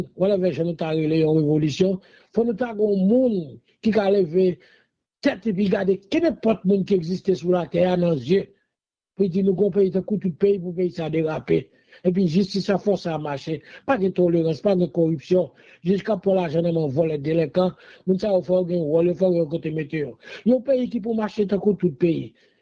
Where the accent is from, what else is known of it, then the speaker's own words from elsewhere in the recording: Haiti; je suis haïtien, je dis ça fort et jusqu'au bout, jusqu'à la dernière jour de ma vie. Je dis, je vais toujours être haïtien